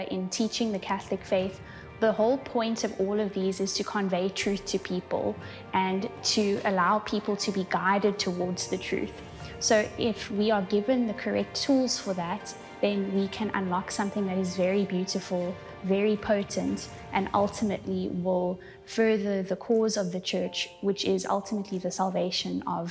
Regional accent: South Africa; I'm from a little town called Lebeja in South Africa.

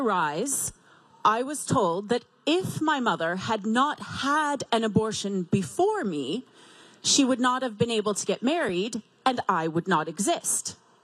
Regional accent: London, Ontario, Canada; I was raised in London, Ontario

